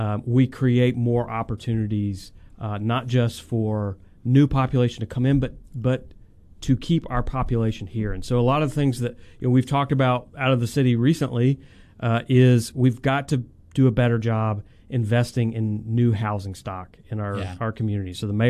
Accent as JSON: {"language": "English", "town": "Gulf Shores", "region": "Alabama", "country": "United States", "tie": "born or raised there", "moved": "yes", "lives_now": "Memphis, United States", "said": "I grew up in Gulf Shores, Alabama."}